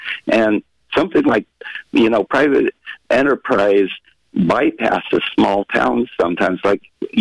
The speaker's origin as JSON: {"language": "English", "region": "Washington", "country": "United States", "tie": "born or raised there", "said": "where I grew up near Pullman, Washington, is Hell's Canyon."}